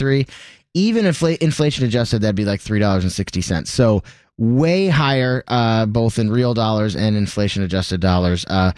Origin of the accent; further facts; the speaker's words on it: Michigan, United States; growing up in, suburban Detroit